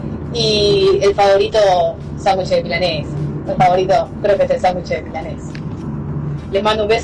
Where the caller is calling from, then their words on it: Buenos Aires, Argentina; soy de Liniers.